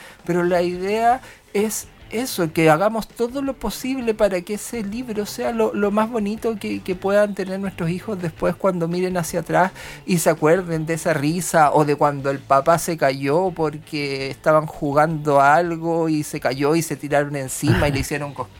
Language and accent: Spanish; Iquique, Tarapacá, Chile; now in Coquimbo, Chile; Sí, yo pasé mi infancia en Iquique